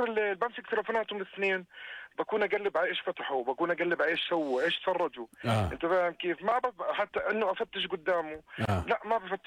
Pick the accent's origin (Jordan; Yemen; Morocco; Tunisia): Jordan; احنا بالنسبة لنا كأردنيين، أنا بقول لك كأردنيين